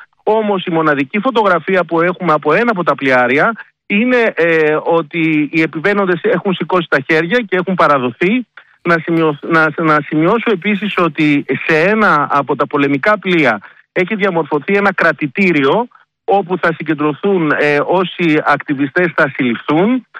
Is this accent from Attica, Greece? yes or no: no; Rhodes, South Aegean, Greece; επειδή συμβαίνει να είμαι από τη Ρόδο οπότε και το Μαρμαρίς είναι κοντά στη γενέτειρά μου